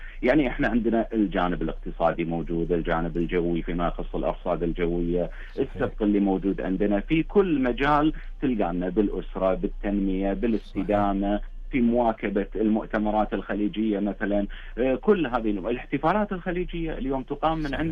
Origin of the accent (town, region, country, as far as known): Kuwait